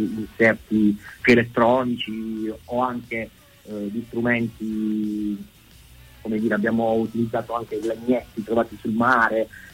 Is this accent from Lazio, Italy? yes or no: no; Mola di Bari, Apulia, Italy; io sono di Mola di Bari, e Niccolò è di Capurso, che sono due, sì, paesi a 15-20 km più o meno da Bari